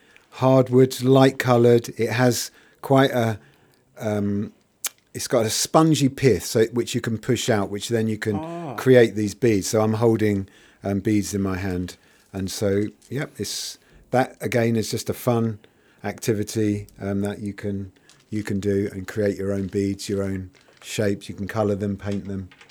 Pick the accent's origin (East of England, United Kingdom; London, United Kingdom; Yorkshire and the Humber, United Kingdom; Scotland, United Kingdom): East of England, United Kingdom; Luton; moved away as an adult; also born or lived in Turkey; I grew up in Luton. I lived in Lee Grave, went to the schools there. And we've lived away a long time. And 2 years ago, we came back to Luton.